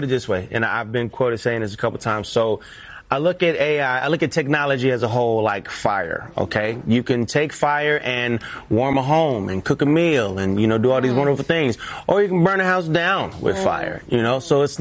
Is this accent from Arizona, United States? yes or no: no; Las Vegas, Nevada, United States; I grew up, did a lot of my growing up in Las Vegas